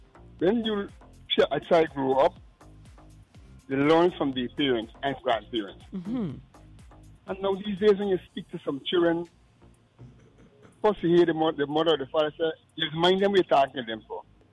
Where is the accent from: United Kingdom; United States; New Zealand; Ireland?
United Kingdom; London; when I grew up in London